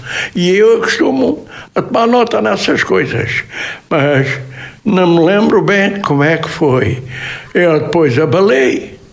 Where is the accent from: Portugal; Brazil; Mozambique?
Portugal; born there; moved away; É de onde eu sou. Sou da freguesia de Esperança.